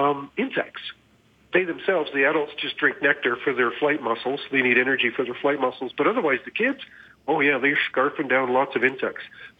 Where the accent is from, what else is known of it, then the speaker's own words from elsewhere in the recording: Edmonton, Alberta, Canada; When I was a little kid growing up in Edmonton, as it were, don't hate me.